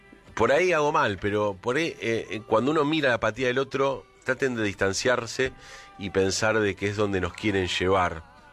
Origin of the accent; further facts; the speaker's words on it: Argentina; somos argentinos